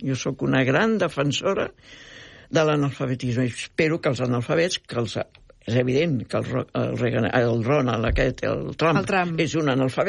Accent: France; En aquell moment era París, era França, jo vinc de França.

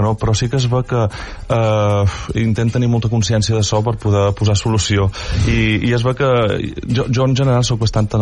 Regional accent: Menorca, Balearic Islands, Spain; moved away as an adult; now in Barcelona, Spain; jo duc 15 anys aquí a Barcelona, me sent molt d'aquí també, saps? És a dir, òbviament som menorquí i estim Menorca per damunt de tot, però també estim molt Barcelona, perquè és ca meua també ara mateix.

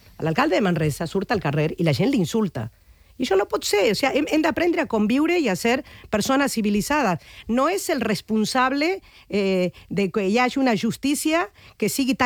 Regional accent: Argentina; now in Catalonia, Spain

